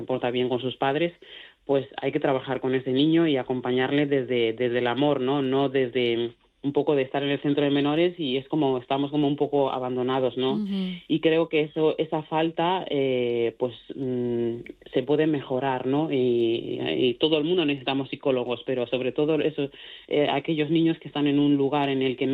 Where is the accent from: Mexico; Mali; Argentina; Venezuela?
Mali; Spanish is a second language; now in Spain; ahora no me acuerdo prácticamente de mi dialecto, hablo mejor el castellano y el gallego que mi propio dialecto. Y la suerte que tengo es que tengo una pareja maravillosa que también es de Mali